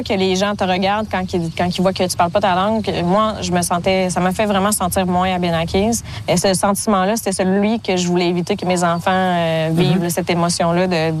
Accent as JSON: {"language": "French", "town": "Odanak", "region": "Quebec", "country": "Canada", "tie": "born or raised there", "said": "Oui, j'ai grandi à Odanak."}